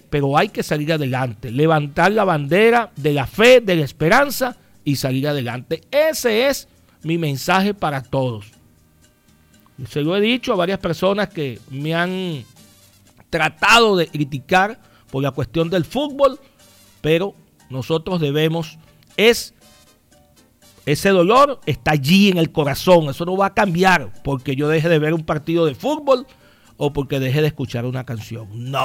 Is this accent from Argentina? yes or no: no; Venezuela; recomponernos como venezolanos